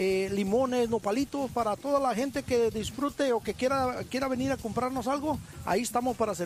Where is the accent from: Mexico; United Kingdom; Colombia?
Mexico; Uruapan, Michoacán; now in Turlock, United States; soy originario de Uruapan, Michoacán